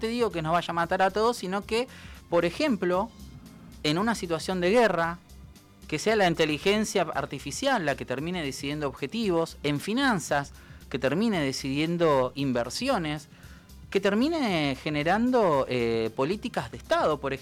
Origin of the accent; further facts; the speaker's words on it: Argentina; Y nosotros somos Argentina